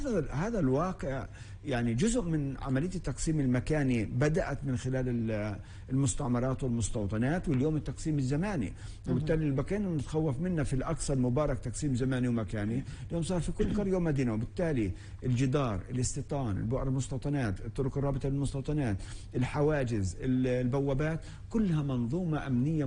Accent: Palestine; احنا اليوم كفلسطينيين

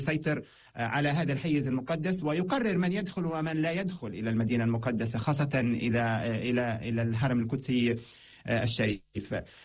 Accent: Palestine; نحن كفلسطينيين

